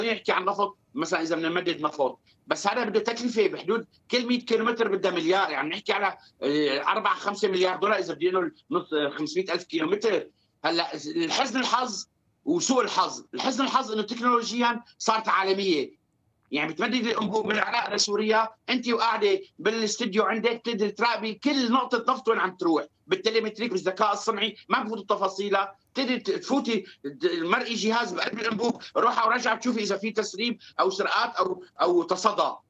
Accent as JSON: {"language": "Arabic", "country": "Syria", "said": "انا كمفاوض سوري"}